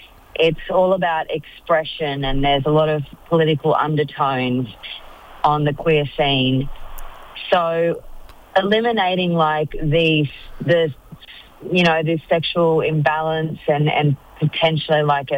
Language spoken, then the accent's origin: English; Bundaberg, Queensland, Australia; moved away; I am actually from Bundaberg.